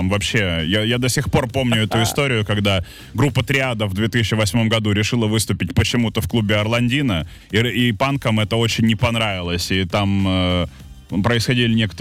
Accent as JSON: {"language": "Russian", "region": "Saint Petersburg", "country": "Russia", "said": "потому что я из Питера, и у нас сразу модные названия пошли"}